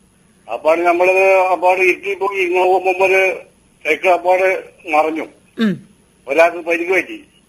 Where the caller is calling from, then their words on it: Kerala, India; ഞാൻ വമ്പടിയിൽ നിന്നാണോ?